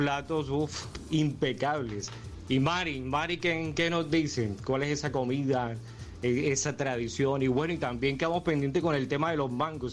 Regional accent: Cartagena, Bolívar, Colombia; also born or lived in Antioquia; yo nací en Antioquia. Bueno, de 4 años mis papás, como buenos paisas, fueron a montar sus tiendas a Cartagena. Y bueno, allá tengo la mayoría de compañeros del colegio, pero también tengo esa sangre paisa.

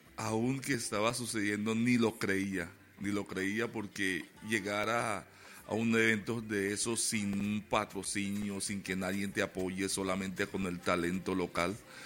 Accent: San Andrés, Providencia and Santa Catalina, Colombia; de aquí, de San Andrés y Providencia

